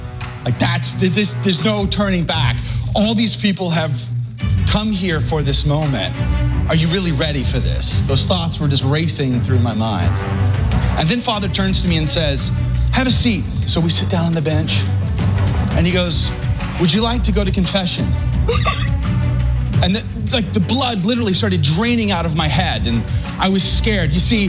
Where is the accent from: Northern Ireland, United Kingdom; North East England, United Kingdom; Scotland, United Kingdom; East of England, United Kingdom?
Scotland, United Kingdom; You see, I'm from Scotland. I have Scottish background. So we call it a kilt.